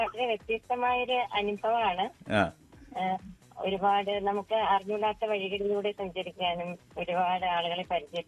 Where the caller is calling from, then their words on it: Aluva, Kerala, India; ആലുവയിലാണ് വിളിക്കുന്നത്.